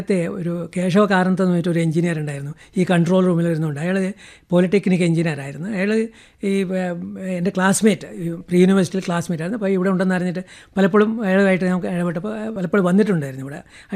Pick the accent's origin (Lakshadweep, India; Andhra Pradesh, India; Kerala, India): Kerala, India; ഞാൻ ജനിച്ചതും വളർന്നതും പിന്നെ അതിനുശേഷം ജോലി ചെയ്തതും ഇപ്പോൾ പെൻഷൻ വാങ്ങുന്നതും എല്ലതും ഫുൾ കേരള സ്റ്റേറ്റിൽ തന്നെയാണ്. ഇവിടുത്തെ ലാംഗ്വേജ് മലയാളമാണല്ലോ.